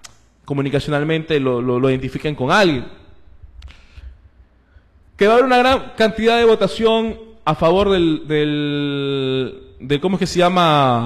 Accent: Santa Ana, Manabí, Ecuador; now in Manta, Ecuador; Porque resulta que yo vivo en Manta, pero le escuché, perdón, yo soy de Santana y le escuché al Mashi que en Manta voten por el 72.

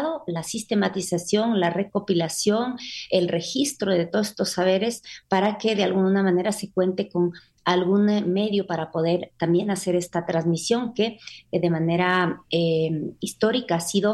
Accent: Ecuador; como ecuatorianos y ecuatorianas

